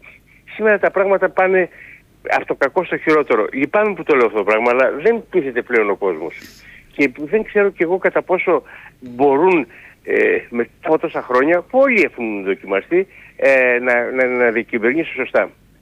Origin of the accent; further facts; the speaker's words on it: Eastern Macedonia and Thrace, Greece; Έτσι λένε και στην πατρίδα μου επάνω στον Εύρο.